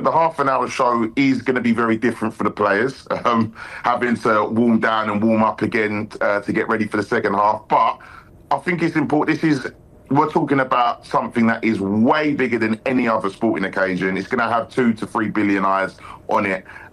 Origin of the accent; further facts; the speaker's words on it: England, United Kingdom; I am English